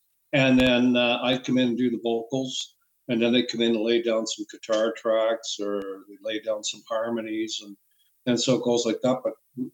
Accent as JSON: {"language": "English", "town": "London", "region": "Ontario", "country": "Canada", "tie": "born or raised there", "said": "Plus, he's in my hometown of London, Ontario, which is very convenient for me to record"}